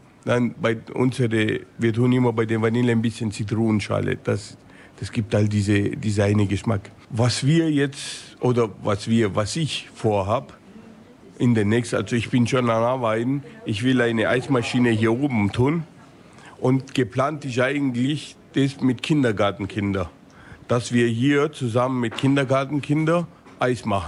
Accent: Southern Italy, Italy; now in Germany; Ich bin jetzt aus Süditalien.

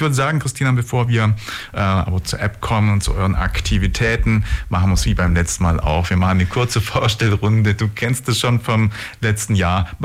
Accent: Ulm, Baden-Württemberg, Germany; ich bin auch echter Ulmer

